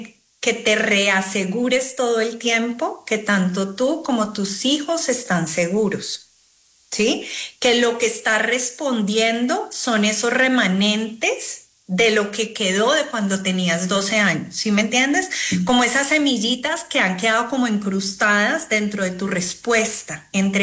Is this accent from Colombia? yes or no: yes; Cali, Valle del Cauca, Colombia; Por ejemplo, he escuchado en Cali, yo soy de Cali y de verdad, de corazón